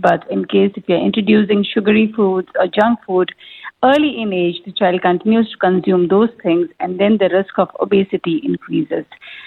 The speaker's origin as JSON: {"language": "English", "country": "India", "second_language": "English", "lives_now": "UAE", "said": "there was a phase when I used to practice back home. I'm from India"}